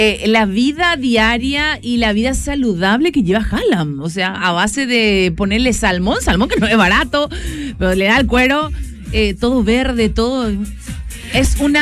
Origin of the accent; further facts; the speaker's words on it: Argentina; born there; moved away; Nací en Argentina, sí. Viviendo aquí hace 6 años